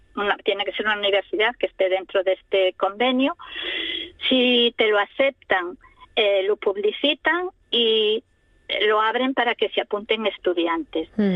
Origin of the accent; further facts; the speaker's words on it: Serantes, Asturias, Spain; born there; estamos muy muy orgullosas de ser mujeres rurales, mujeres que nacimos en el pueblo